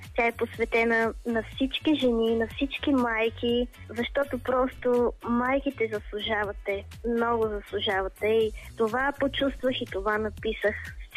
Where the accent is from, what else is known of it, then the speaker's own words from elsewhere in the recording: Plovdiv Province, Bulgaria; Аз съм от Асиновградските села, южняк съм да си кажа.